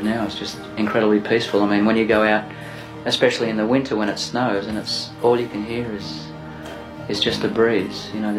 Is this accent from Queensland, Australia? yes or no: no; Melbourne, Victoria, Australia; I lived in the city all my life. I was born in Brunswick in Melbourne, and it was, you know, very inner city vibe there. And where I live now is just incredibly peaceful.